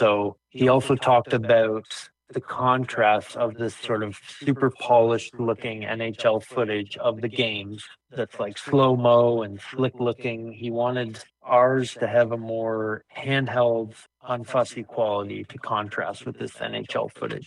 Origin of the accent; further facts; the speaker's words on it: Ontario, Canada; born there; shooting in the country again, not too far from my hometown, and seeing, you know, a younger generation of kids who grew up like me